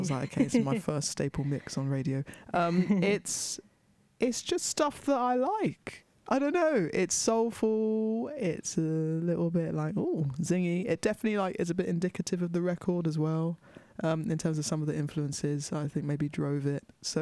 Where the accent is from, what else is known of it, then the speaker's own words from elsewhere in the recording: London, United Kingdom; growing up in London in such a multicultural place from such a, you know, black, essentially like black Caribbean background, but growing up in London